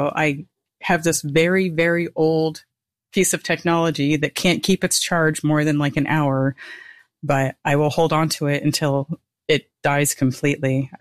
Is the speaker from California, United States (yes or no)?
no; Las Vegas, Nevada, United States; also born or lived in Pennsylvania; So I was born in Pennsylvania, but I ended up moving across country to Las Vegas when I was very young. So I grew up here. Like, most of my life has been here in Las Vegas.